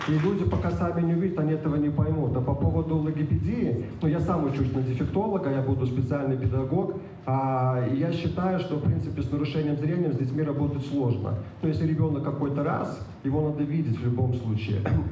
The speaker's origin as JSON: {"language": "Russian", "town": "Vitebsk", "region": "Vitebsk Region", "country": "Belarus", "said": "я из Витебска."}